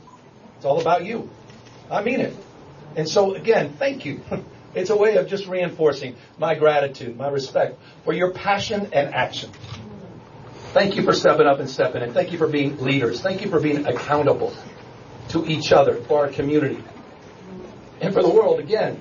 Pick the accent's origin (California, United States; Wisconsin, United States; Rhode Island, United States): California, United States; I come from California. 27% of our state is foreign-born, majority-minority state.